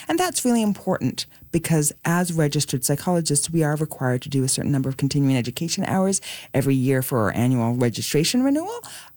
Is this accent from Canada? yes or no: yes; Corner Brook, Newfoundland and Labrador, Canada; moved away as an adult; I'm from Corner Brook, I was raised here and came back after my training.